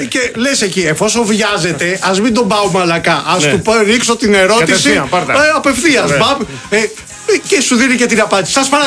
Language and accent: Greek; Molaoi, Peloponnese, Greece; Guilty as charged που λένε και στο χωριό μου στου Μολάου.